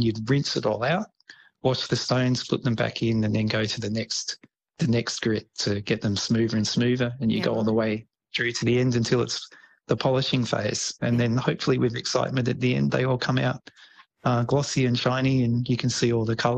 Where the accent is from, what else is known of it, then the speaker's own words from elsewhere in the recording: Australia; being an Australian myself, and particularly materials that are not even mined, they're just found.